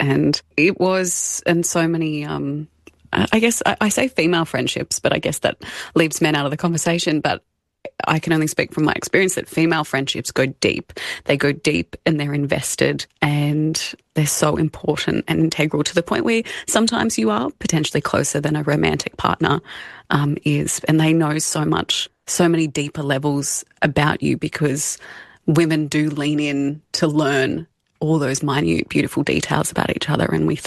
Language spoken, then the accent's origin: English; Albury, New South Wales, Australia; I grew up in Albury, born and bred. My parents are still there. I think, you know, as a regional kid and we had family in Sydney, I used to always dream of going to the big city